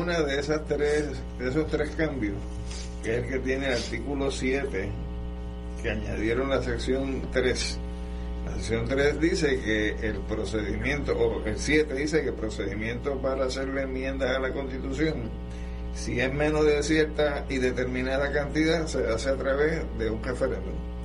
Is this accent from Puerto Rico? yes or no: yes; Puerto Rico